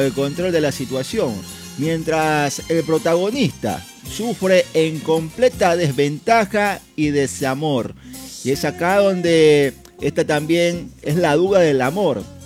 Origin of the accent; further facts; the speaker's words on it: Ecuador; nosotros como ecuatorianos